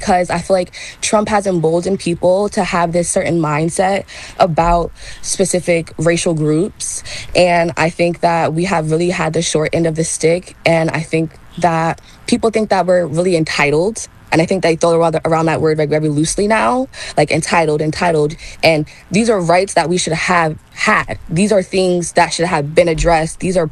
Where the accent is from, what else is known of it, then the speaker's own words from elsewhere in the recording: United States; we're American.